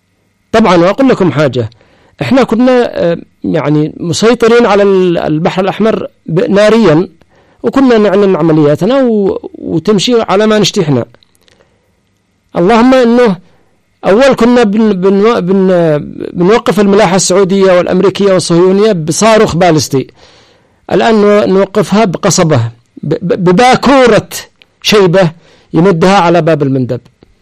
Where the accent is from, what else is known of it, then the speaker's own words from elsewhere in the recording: Taiz Governorate, Yemen; now in Sanaa, Yemen; احنا اصحاب تعز